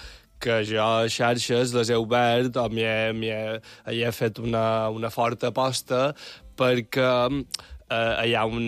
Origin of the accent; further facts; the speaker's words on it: Balearic Islands, Spain; És a dir, jo som mallorquí, tota la meva família és mallorquina